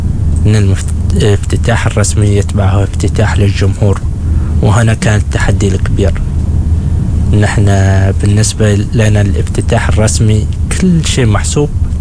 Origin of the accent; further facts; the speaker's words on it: Oman; نحن كعمانيين مفترض أن نسارع إليه نشوف إيش فيه، نفتخر بتاريخنا نفتخر بمنجزاتنا.